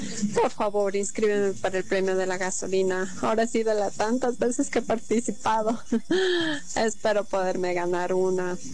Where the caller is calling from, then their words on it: Riobamba, Chimborazo, Ecuador; Te escucho desde Riobamba.